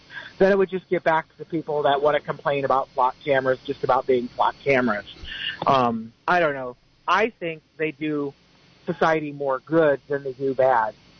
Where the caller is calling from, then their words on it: Boulder Creek, California, United States; I'm calling from Boulder Creek.